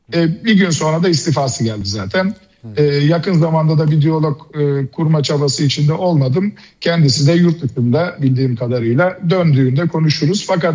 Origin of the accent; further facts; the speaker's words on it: Izmir, İzmir, Turkey; Evet, şimdi ben doğma büyüme İzmirliyim.